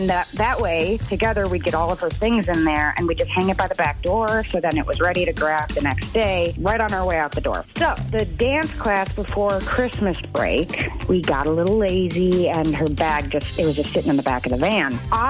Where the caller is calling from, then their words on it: Madison, Wisconsin, United States; I'm from Madison.